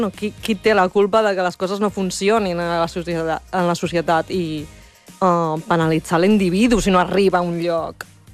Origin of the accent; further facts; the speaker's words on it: Cornellà de Llobregat, Catalonia, Spain; Clar, nosaltres dues som de Cornellà.